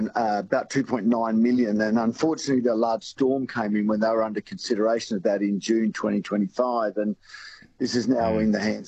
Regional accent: Port Augusta, South Australia, Australia; I grew up there in Port Augusta

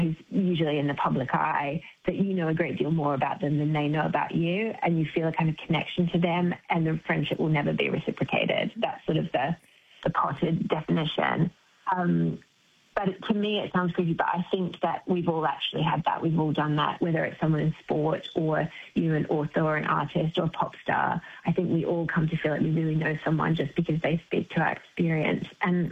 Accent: Palmerston North, Manawatū-Whanganui, New Zealand; also born or lived in Foxton; Oh, Palmerston North and Foxton, so down the road from you.

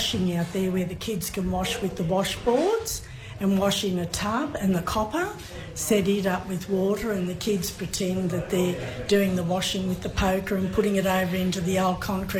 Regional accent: Tamworth, New South Wales, Australia; I grew up in Tamworth.

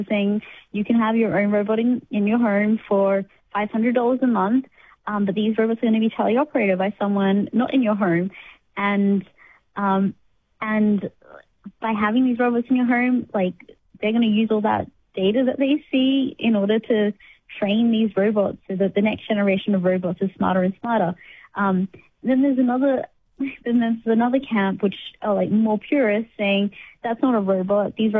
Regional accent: Queensland, Australia; also born or lived in Cairns; When I was 10, growing up in Far North Queensland

